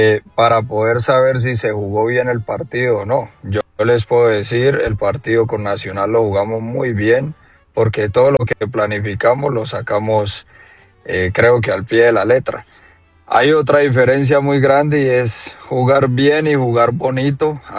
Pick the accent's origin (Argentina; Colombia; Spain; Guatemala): Colombia; para nosotros como colombianos